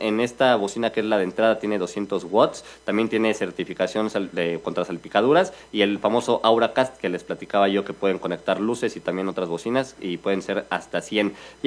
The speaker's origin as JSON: {"language": "Spanish", "country": "Mexico", "said": "estos 65 años se dicen fácil, pero representan muchísimo para nosotros como mexicanos, también para el país"}